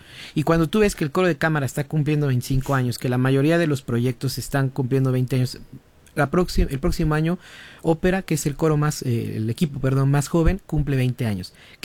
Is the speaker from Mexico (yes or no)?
yes; Puebla, Mexico; como poblanos nos sentimos sumamente orgullosos